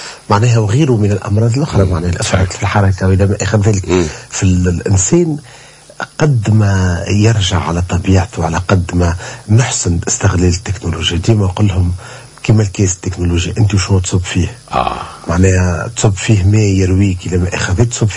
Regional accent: Tunisia

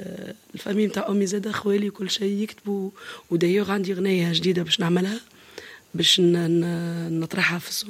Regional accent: Tunisia; كيما نستاهل كل لبس التونسي ونستاهل كل ماكله التونسيه، لازم نستاهل كل موسيقى التونسيه

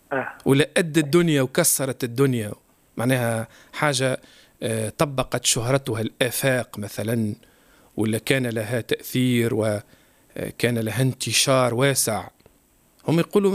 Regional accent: Tunisia; تكلمنا باللهجة التونسية

